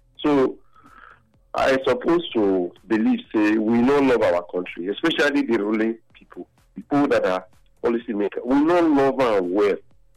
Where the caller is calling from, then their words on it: Nigeria; I'm calling from Obisha Quarter.